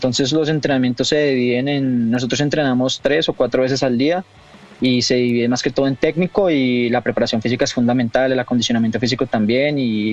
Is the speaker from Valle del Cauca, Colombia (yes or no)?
no; Bogotá, Colombia; Yo soy de Bogotá